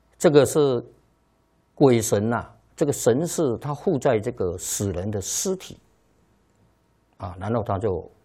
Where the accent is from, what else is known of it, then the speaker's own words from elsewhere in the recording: China; 我们一般讲农历我们中国人讲农历。